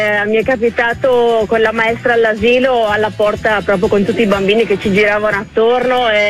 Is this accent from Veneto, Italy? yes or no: yes; Veneto, Italy; sono una veneta un po' anomala perché non bestemmio